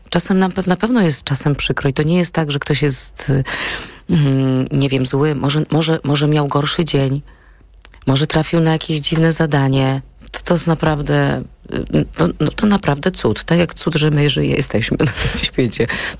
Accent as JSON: {"language": "Polish", "town": "Rzeszów", "region": "Subcarpathian Voivodeship", "country": "Poland", "said": "Przyjechałam no nie byłam z metropolii, jestem z Rzeszowa. Chodziłam do Teatru imienia Siemaszkowej"}